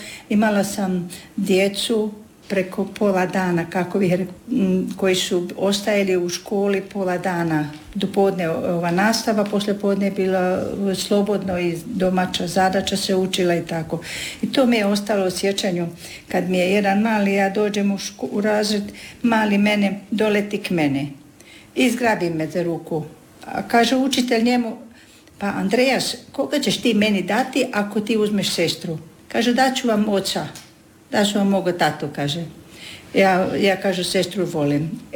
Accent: Virovitica, Virovitica-Podravina County, Croatia; Pa kad sam bila još kao curica, bile su kod nas u Franjevke u Virovitici

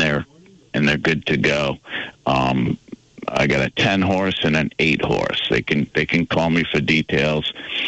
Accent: Danville, Vermont, United States; I am from Danville. I'm over in New Hampshire this morning, so I'm not sure.

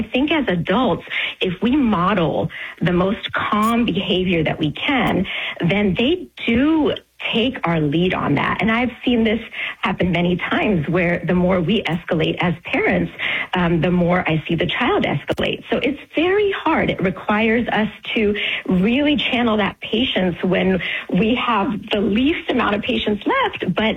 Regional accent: Tennessee, United States; born or raised there

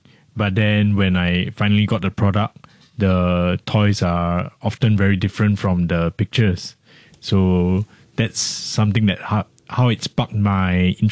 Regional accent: Singapore; being Singaporean and being very pragmatic

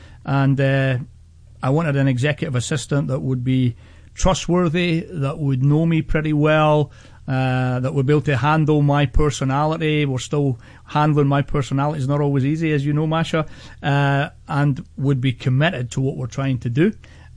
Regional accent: Scotland, United Kingdom; moved away as an adult; now in United States; as a Scotsman. I just came to America to pastor a church

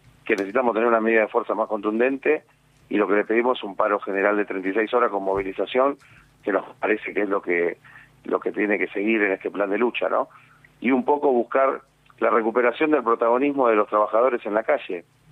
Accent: Argentina; Bueno, nosotros somos argentinos y creemos que lo mejor que podemos hacer es un paro a lo argentino.

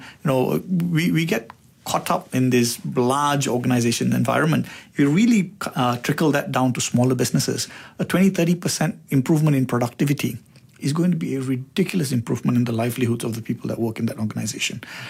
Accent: Kuantan, Pahang, Malaysia; Kuantan, my hometown.

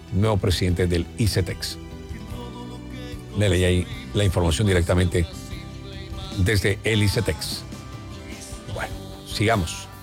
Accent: Colombia; lo que somos los colombianos. Los colombianos somos una cosa chévere.

